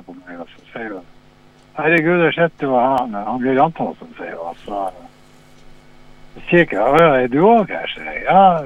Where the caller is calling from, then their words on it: Mo i Rana, Nordland, Norway; Jeg er noe fra Moirana.